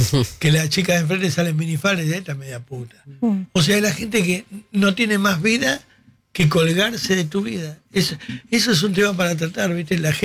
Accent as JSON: {"language": "Spanish", "country": "Argentina", "said": "Yo cuando era chico, este país era el granero del mundo."}